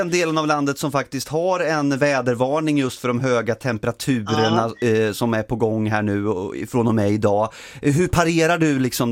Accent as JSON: {"language": "Swedish", "region": "Östergötland", "country": "Sweden", "tie": "born or raised there", "said": "yxningen i Östergötland där jag är uppvuxen"}